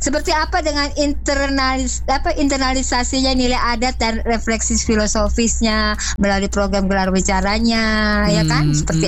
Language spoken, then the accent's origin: Indonesian; North Sumatra, Indonesia; aku Batak Toba